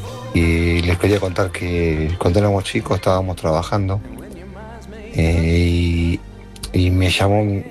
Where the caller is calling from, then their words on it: Lanús, Buenos Aires Province, Argentina; de Lanús.